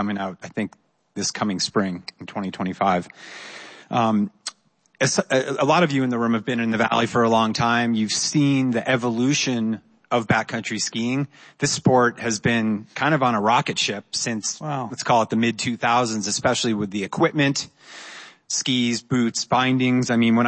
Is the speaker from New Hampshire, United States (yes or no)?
yes; New Hampshire, United States; moved away; my good friend who I grew up with in New Hampshire, Mark Sinnott.